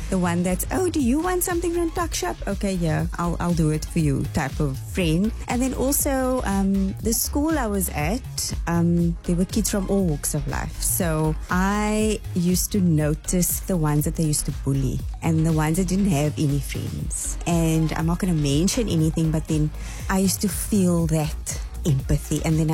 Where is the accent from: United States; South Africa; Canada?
South Africa; Cape Town, Western Cape; also born or lived in Glenhaven, Bellville; I grew up in Glenhaven, Bellville. I was born in Cape Town and then moved to Kells River when I was about, say, six, seven years old. And I've been there ever since, before I got married.